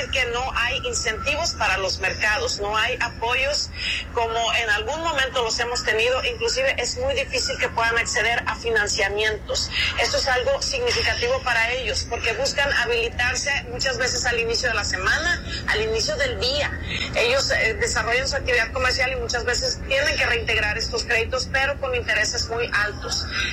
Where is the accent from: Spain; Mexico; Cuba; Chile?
Mexico; Manzanillo, Colima; Yo que soy de Manzanillo